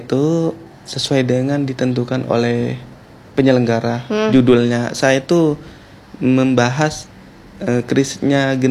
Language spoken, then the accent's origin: Indonesian; Sampang, East Java, Indonesia; Kalau saya pribadi dari Sampang kan dekat, dari Sampang ke Surabaya kan seperti itu.